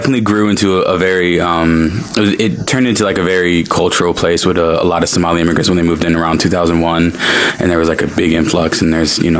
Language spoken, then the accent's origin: English; St. Cloud, Minnesota, United States; also born or lived in Delaware; No, I'm not. I was actually born in Delaware, and I was raised in Minnesota.